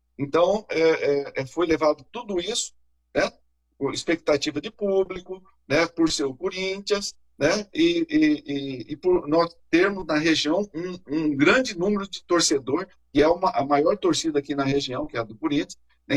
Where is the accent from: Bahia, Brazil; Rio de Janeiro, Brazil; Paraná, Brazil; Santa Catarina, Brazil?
Paraná, Brazil; Cascavel; Pois é, nós somos de Cascavel, aqui no oeste paranaense. Aqui é uma cidade de 300 e poucos mil habitantes.